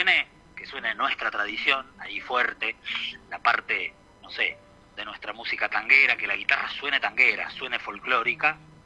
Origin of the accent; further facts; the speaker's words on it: Mar del Plata, Buenos Aires Province, Argentina; born there; now in Buenos Aires, Argentina; Nací en La Plata, viví un poco en La Plata, un poco en Mar del Plata. Toda la parte de comenzar a tocar la guitarra fue en Mar del Plata, así que me siento un poco más marplatense. Cuando hablo de música y me preguntan de dónde soy, me sale decir Mar del Plata.